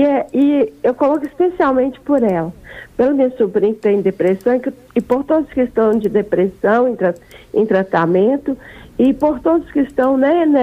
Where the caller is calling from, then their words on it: Itaúna, Minas Gerais, Brazil; Eu sou de Itaúna e trabalho em Carmo-Cajuru.